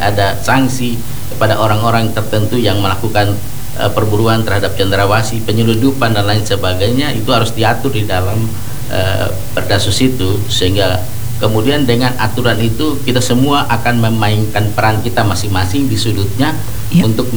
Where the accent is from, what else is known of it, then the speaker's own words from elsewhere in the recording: Papua, Indonesia; diri kita sebagai orang Papua yang ada di atas tanah ini